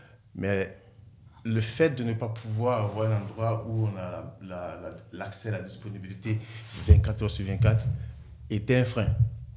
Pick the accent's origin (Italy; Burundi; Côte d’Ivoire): Côte d’Ivoire; now in Saint-Étienne, France; chez nous en Côte d'Ivoire.